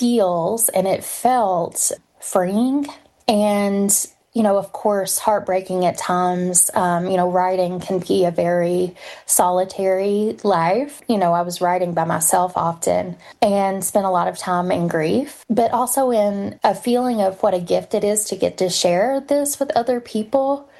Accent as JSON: {"language": "English", "region": "Appalachia", "country": "United States"}